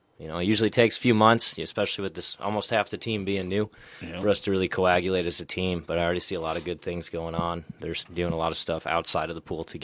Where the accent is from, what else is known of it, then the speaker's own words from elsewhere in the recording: Wisconsin, United States; moved away as an adult; also born or lived in Florida; now in Nebraska, United States; I grew up in Wisconsin, right.